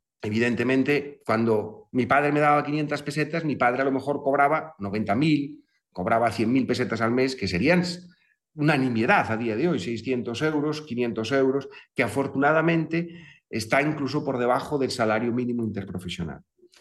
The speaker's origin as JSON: {"language": "Spanish", "town": "Lugo", "region": "Galicia", "country": "Spain", "tie": "born or raised there", "said": "el recuerdo que tengo de mi infancia, por lo menos en Lugo"}